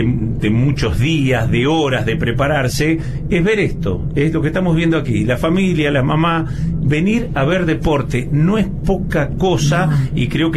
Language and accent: Spanish; Colón, Buenos Aires Province, Argentina; yo me crié en Colón, provincia de Buenos Aires